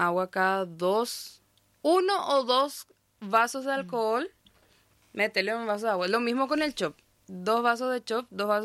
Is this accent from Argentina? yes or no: no; Fernando de la Mora, Central, Paraguay; moved away as an adult; now in Brazil; De Asunción, soy de Fernando de la Mora, pero mi familia materna y mi mamá es de Pedro Juan. Es de ahí donde yo vi esa cultura de hablar tres idiomas en una oración.